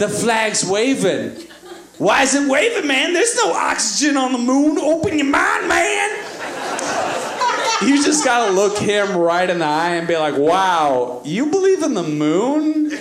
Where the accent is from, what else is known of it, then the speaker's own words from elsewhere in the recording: Virginia, United States; I'm from Virginia, the South.